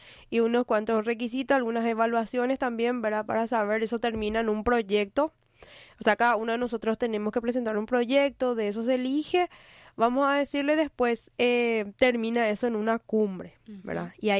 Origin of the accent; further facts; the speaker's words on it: Asunción, Paraguay; pero yo soy del Bañado Sur, ¿verdad? Actualmente no estoy viviendo ahí, pero siempre mi corazón quedó ahí, ¿verdad?